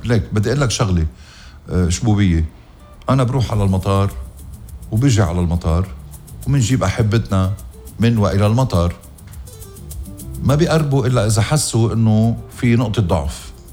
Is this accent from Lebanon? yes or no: yes; Lebanon; بوطننا لبنان،